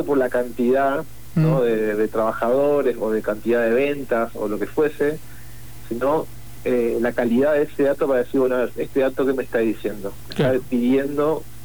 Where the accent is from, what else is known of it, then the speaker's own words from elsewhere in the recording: Argentina; de lo que nos compone como argentinos, como provincianos.